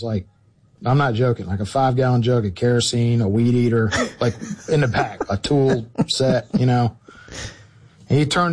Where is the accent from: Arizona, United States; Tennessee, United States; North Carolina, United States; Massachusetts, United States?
Tennessee, United States; Memphis; born there; I was born in Memphis. Our family farm, both my parents, both sides of my family are from Corinth, Mississippi.